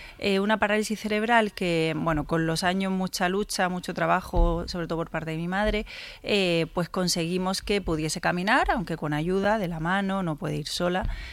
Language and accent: Spanish; Almería, Andalusia, Spain; yo estudié en Almería, quizá me podría haber ido, soy de Almería, perdón